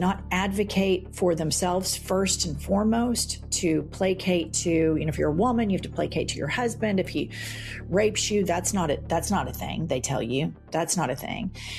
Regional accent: Oklahoma City, Oklahoma, United States; my life growing up in Oklahoma City.

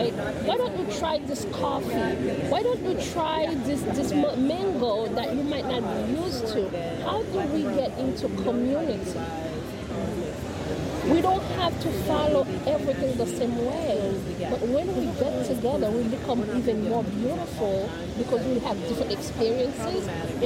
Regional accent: Haiti

